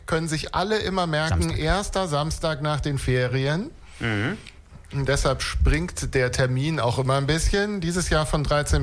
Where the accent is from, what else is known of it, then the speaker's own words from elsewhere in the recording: Munich, Bavaria, Germany; now in Düsseldorf, Germany; als Münchner, wo aufgewachsen bin, wo es das auch nicht gab